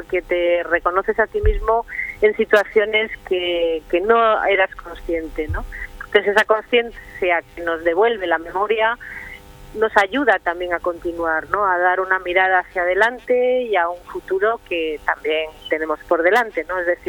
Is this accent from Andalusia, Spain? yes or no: no; Santander, Cantabria, Spain; also born or lived in Galicia; now in Madrid, Spain; Yo soy de Santander, sí, y siempre vuelvo a mi tierra un poco